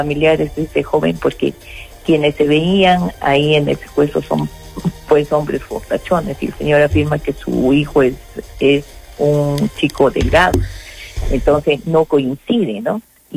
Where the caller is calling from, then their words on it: Peru; somos peruanos.